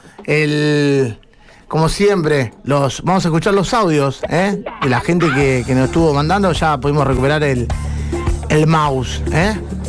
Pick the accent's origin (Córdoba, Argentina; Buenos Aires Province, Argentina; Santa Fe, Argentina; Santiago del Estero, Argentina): Santa Fe, Argentina; Rosario; Y acá somos todos rosarinos